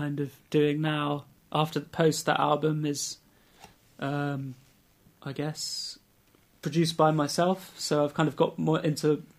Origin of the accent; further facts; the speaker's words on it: South West England, United Kingdom; also born or lived in Bristol; now in Frome, United Kingdom; I grew up in Cornwall